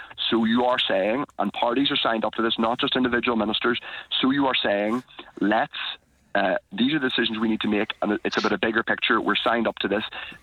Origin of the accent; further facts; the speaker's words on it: Northern Ireland, United Kingdom; I come from Kirkpatrick, where a hospital, people fought very hard to keep a hospital open.